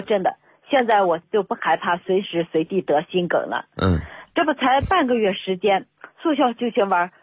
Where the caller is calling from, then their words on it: Baoding, Hebei, China; 我是保定这边的。